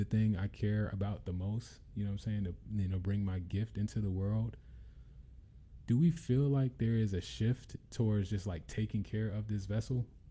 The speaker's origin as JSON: {"language": "English", "town": "Memphis", "region": "Tennessee", "country": "United States", "said": "yeah, I'm from Memphis."}